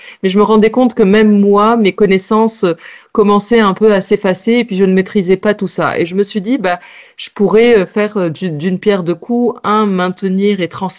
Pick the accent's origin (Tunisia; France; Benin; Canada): Tunisia; moi, je suis née en Tunisie et j'ai grandi en Tunisie